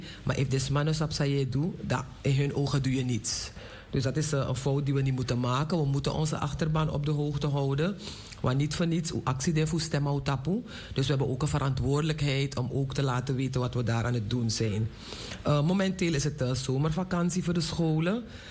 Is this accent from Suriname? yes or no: yes; Suriname; moved away as an adult; now in Netherlands; Ik ben geboren en getogen in Suriname. Op mijn 24ste naar Nederland gekomen.